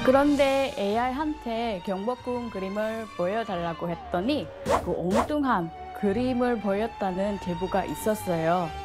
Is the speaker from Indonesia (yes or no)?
yes; Indonesia; Korean is a second language; moved away as an adult; now in South Korea; 저는 인도네시아에서 온 벙커 회원 … 반갑습니다. 인도네시아에 왔을 때 한국 드라마를 즐겨 봤어요. 그러다가 한국에 와서 대학을 다니게 됐어요.